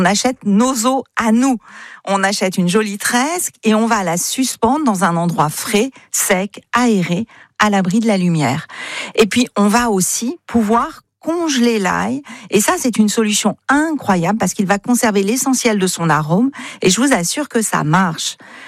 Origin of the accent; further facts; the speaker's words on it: Occitanie, France; Il faut rappeler qu'en fait, chez nous, en Occitanie, on a 3 eaux remarquables.